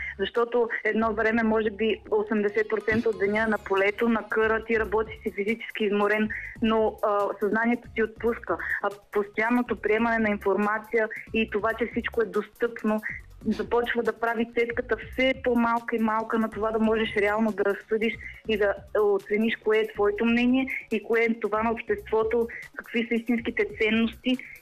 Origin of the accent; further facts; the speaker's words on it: Novi Iskar, Sofia City, Bulgaria; От Новискър.